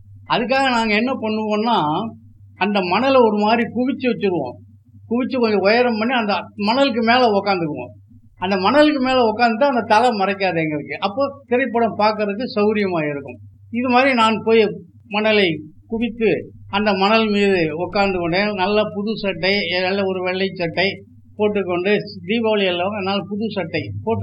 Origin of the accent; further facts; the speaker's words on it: Erode, Tamil Nadu, India; என்னுடைய சொந்த ஊர் ஈரோடு. ஈரோட்டிலே பள்ளியிலே படித்தேன்.